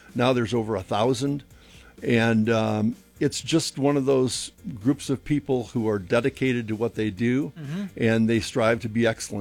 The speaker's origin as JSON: {"language": "English", "region": "Michigan", "country": "United States", "tie": "born or raised there", "moved": "as an adult", "said": "Born and raised in Michigan."}